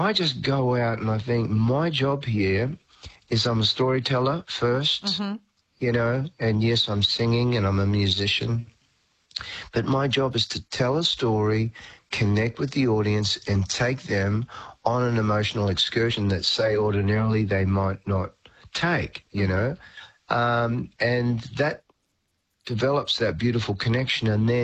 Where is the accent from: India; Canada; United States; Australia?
Australia; I tell a lot of stories about my sort of history, growing up in Australia and all of that.